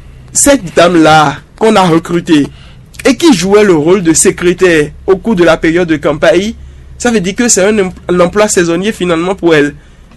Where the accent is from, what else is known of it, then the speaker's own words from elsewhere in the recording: Benin; chez nous au Bénin